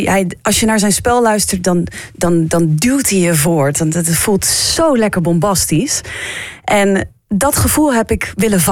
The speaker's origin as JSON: {"language": "Dutch", "country": "Netherlands", "said": "Ja, als er één stad in Nederland is die dat krijgt, is het natuurlijk wel mijn eigen."}